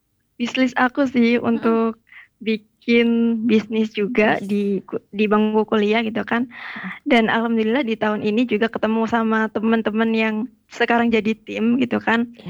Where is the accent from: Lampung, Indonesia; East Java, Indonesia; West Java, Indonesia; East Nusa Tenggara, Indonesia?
East Java, Indonesia; Lamongan; born there; di Lamongan, yeah, di kota kelahiran saya gitu kan, di Lamongan